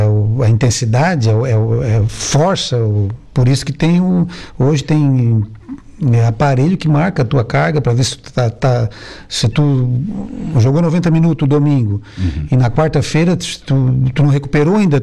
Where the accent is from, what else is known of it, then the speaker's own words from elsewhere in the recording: Brazil; como a gente é brasileiro